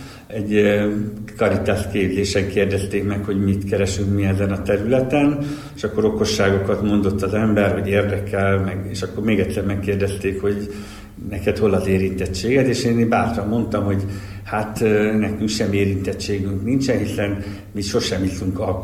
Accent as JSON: {"language": "Hungarian", "town": "Debrecen", "region": "Hajdú-Bihar", "country": "Hungary", "tie": "born there", "said": "Debrecenben születtem, itt tanultam, itt élek, itt van a családom"}